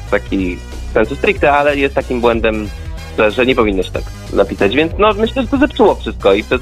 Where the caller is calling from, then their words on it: Warsaw, Masovian Voivodeship, Poland; ja to z Ursynowa.